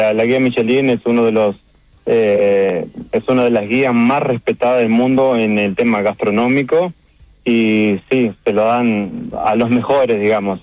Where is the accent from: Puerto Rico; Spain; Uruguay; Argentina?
Uruguay; Paso de los Toros, Tacuarembó; also born or lived in Montevideo; Bueno, nací en Montevideo. Me crié en Paso de los Toros y en un pueblito cerca de Paso de los Toros que se llama Parada Su